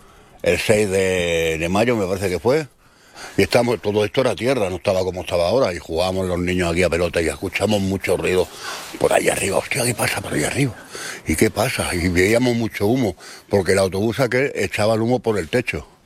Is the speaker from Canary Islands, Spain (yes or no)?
no; Granada, Andalusia, Spain; born there; Yo vine de Granada, me trajeron de Granada. Y yo me he criado aquí.